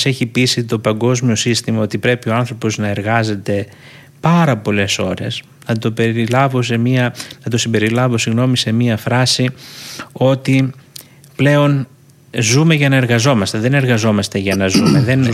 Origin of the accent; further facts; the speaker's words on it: Greece; Είμαστε Έλληνες 365 μέρες στον χρόνο